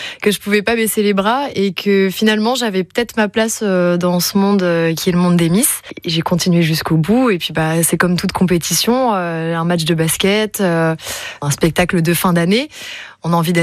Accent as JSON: {"language": "French", "region": "Pays de la Loire", "country": "France", "said": "chez nous, en Pays de la Loire."}